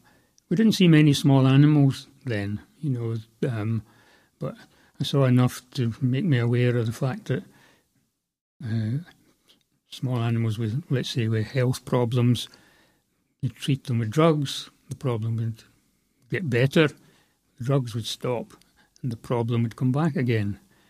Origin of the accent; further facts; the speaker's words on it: Darvel, Scotland, United Kingdom; accent: Scottish; also born or lived in Belfast, Northern Ireland; now in Wales; So I was brought up there. The town I came where I grew up called Darvo, which is in the west of Scotland, in Ayrshire.